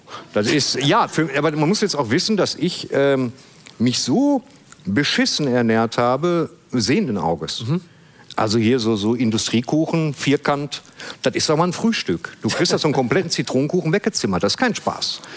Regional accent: North Rhine-Westphalia, Germany; ich komme halt, wie gesagt, aus dem Ruhrgebiet.

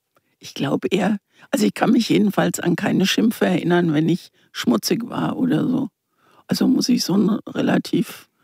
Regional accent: Mannheim, Baden-Württemberg, Germany; also born or lived in former East Germany (GDR); Mannheim, weil ich da aufgewachsen bin. Aber ich fühle mich jetzt in Mannheim nicht so sehr verwurzelt.

